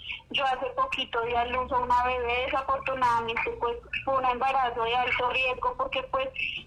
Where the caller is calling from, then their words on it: Maceo, Antioquia, Colombia; Yo llamo desde Maceo, Antioquia.